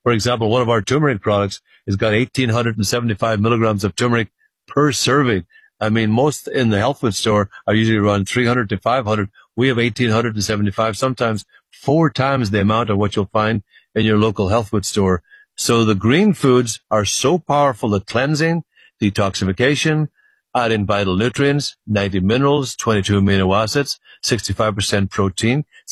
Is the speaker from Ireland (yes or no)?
yes; Ireland; Well, I was a sickly child when I was growing up in Ireland.